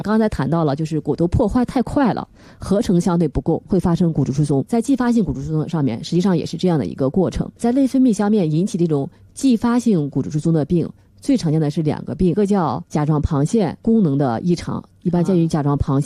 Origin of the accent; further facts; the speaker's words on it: China; 我们中国人